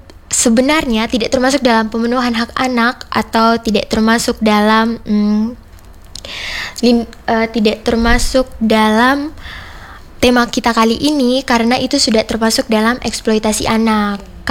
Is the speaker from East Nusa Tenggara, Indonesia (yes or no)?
yes; East Nusa Tenggara, Indonesia; Sebagai anak Indonesia dan juga anak Provinsi Nusa Tenggara Timur, saya bersyukur dan senang hidup sebagai anak Indonesia dan juga anak NTT.